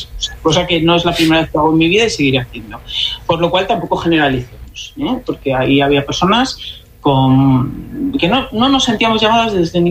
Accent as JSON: {"language": "Spanish", "country": "Spain", "said": "yo me sentí aludida como ciudadana, como española"}